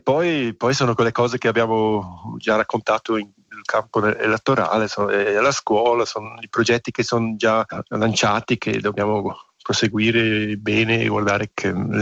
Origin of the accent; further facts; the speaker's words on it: Savognin, Graubünden, Switzerland; perché io sono tutto un'altra persona, vengo da un'altra parte, sono cresciuto a Savognina, oltre a montagna